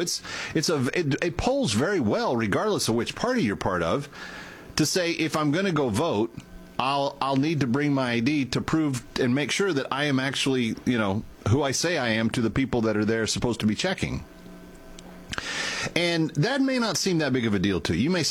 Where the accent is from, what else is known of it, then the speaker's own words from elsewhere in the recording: Missouri, United States; born there; I was born in Missouri.